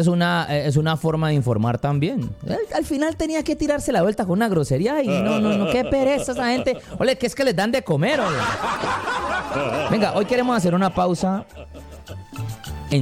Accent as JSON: {"language": "Spanish", "country": "Colombia"}